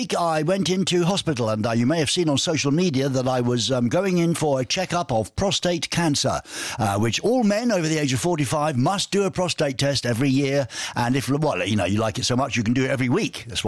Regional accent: England, United Kingdom; You know, I'm an Englishman. I can take it.

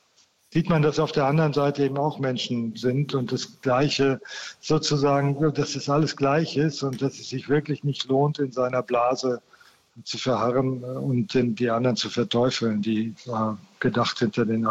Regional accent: North Rhine-Westphalia, Germany; wir kommen ja aus Westfalen und da war natürlich der Mauerbau immer auch ein Thema bei uns in der Familie.

